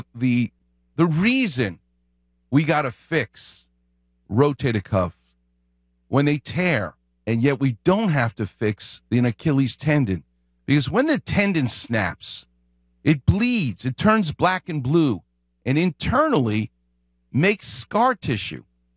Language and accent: English; Queens, New York, United States; I'm from Queens.